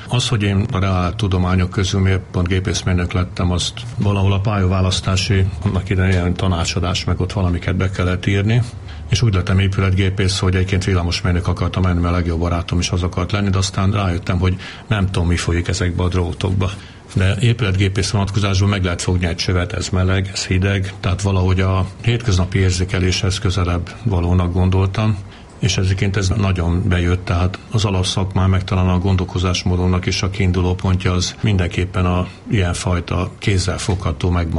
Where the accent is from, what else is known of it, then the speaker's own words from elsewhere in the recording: Alsóörs, Veszprém County, Hungary; Így gyerekeskedtem a gyógyszertár környékén Alsajoson